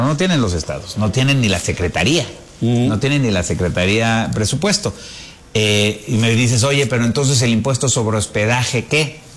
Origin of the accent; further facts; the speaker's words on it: Mexico; tú y yo, que somos mexicanos